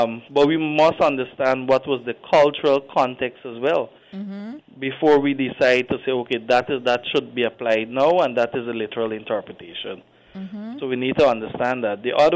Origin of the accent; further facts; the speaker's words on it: Demerara-Mahaica, Guyana; Good morning, Guyana. … I'm from the East Coast of Demerara.